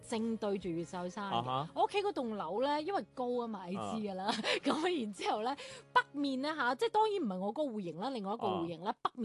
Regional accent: Guangzhou, Guangdong, China; 我係咁啊，梗係啦，我土生土長土

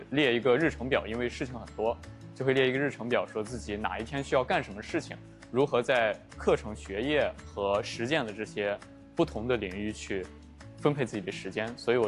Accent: Shaanxi, China; moved away as an adult; now in southern China; 我是陕西的考生，对，然后第一次来到南方生活

